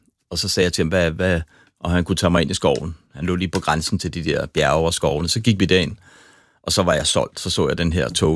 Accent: Copenhagen, Capital Region of Denmark, Denmark; som dansker fra Østerbro

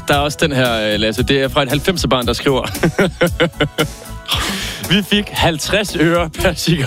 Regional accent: Holstebro, Central Denmark Region, Denmark; blev min mor kæreste med en iransk mand, der selvfølgelig skulle have pizzeria i Holstebro, der hvor jeg kommer fra.

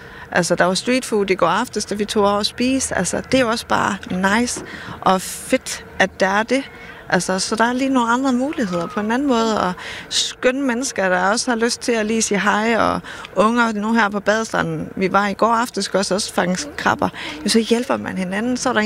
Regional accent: North Denmark Region, Denmark; jeg er fra Nordjylland, vi bor på Sjælland

